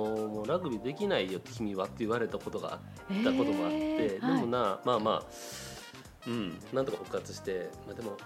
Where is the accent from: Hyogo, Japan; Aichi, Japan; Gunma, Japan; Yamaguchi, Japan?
Hyogo, Japan; Nishinomiya; moved away as an adult; also born or lived in Osaka / Tokyo; 生まれ育ち西宮で、うん、社会人になったから大阪住んで、うん、で30代はもうほぼほぼ10年間東京にいて。